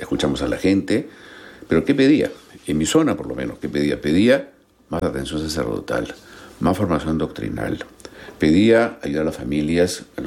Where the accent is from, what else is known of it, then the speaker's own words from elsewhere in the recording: Peru; La verdad, yo hablo el eco que se siente pues ahí en por lo menos en mi país.